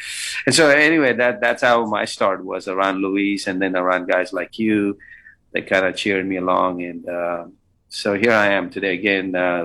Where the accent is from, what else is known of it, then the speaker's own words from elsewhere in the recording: India; moved away; I had looked up to him as another Indian and an Asian